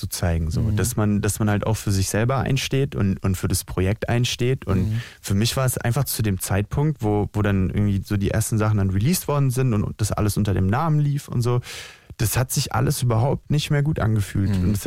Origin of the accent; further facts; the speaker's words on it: Bavaria, Germany; ich komme aus der Nähe von Nürnberg.